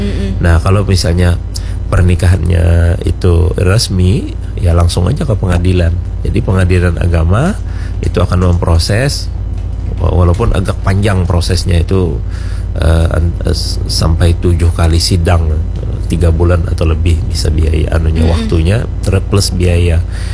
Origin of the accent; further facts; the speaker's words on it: Banjar, South Kalimantan, Indonesia; budaya kita orang Banjar